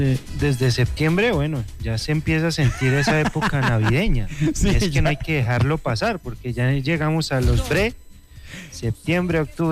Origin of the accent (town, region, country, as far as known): Boyacá, Colombia